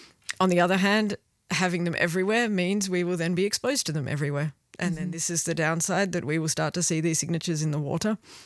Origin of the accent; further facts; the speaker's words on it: Perth, Western Australia, Australia; born or raised there; now in Luxembourg